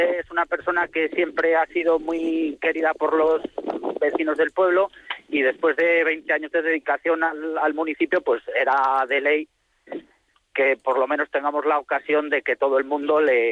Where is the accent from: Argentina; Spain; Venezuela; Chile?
Spain; Palazuelo